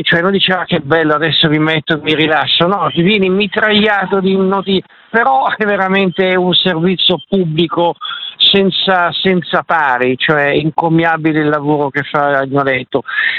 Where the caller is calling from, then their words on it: Milan, Lombardy, Italy; da Milano.